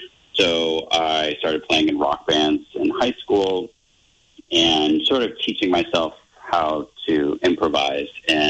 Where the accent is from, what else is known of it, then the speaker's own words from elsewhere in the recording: New England, United States; moved away as an adult; also born or lived in Bay Area, California; now in Watertown, Massachusetts, United States; So I am based in Watertown, Massachusetts, born and raised in New England. Lived for about a decade or so in the Bay Area.